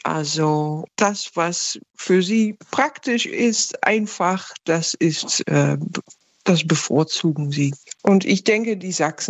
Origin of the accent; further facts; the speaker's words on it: North Netherlands, Netherlands; German is a second language; now in Leipzig, Germany; ehrlich gesagt, ich komme zwar aus einem kleinen Land, aber ja. Eindhoven ist genau die andere Ecke. Ich komme aus dem Norden.